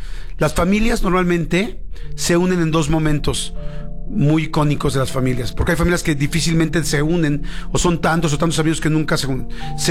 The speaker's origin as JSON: {"language": "Spanish", "country": "Mexico", "said": "somos mexicanos"}